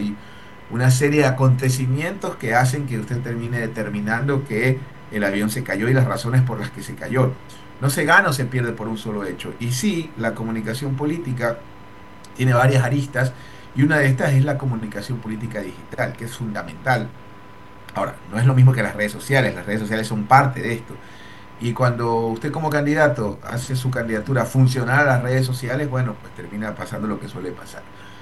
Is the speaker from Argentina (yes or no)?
no; Columbe, Chimborazo, Ecuador; mi parroquia Columbe, de donde soy oriundo, en Colt.